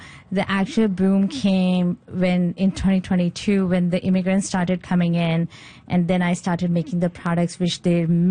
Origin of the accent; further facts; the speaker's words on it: India; now in Maritimes, Canada; So the products which I come up is actually the products I miss from India.